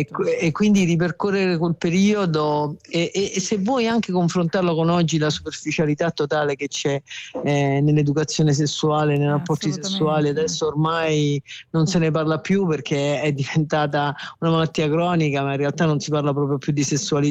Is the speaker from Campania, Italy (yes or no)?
yes; Portici, Campania, Italy; io sono di Portici